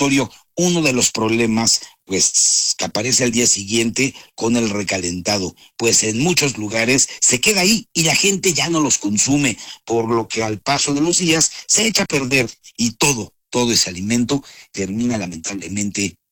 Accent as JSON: {"language": "Spanish", "country": "Mexico", "said": "aunque las fiestas patrias son motivo de celebración para todos los mexicanos, quienes acostumbramos a comer platillos típicos de la temporada"}